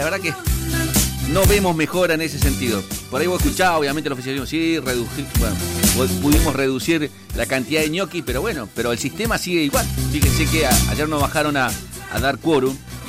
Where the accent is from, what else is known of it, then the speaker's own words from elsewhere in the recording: Argentina; Nosotros se lo permitimos, como argentinos se lo permitimos.